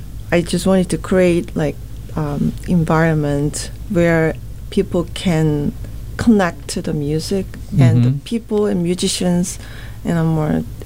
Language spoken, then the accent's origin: English; Seoul, South Korea; moved away as an adult; So I'm from South Korea. I grew up in Seoul